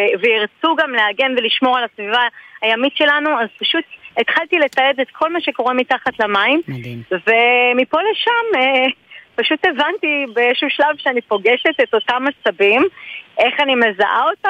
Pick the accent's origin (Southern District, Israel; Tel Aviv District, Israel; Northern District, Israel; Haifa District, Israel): Haifa District, Israel; Haifa; אני נולדתי וגדלתי בעצם בשכונת בת גלים, ועדיין מתגוררת שם לשמחתי ומזלי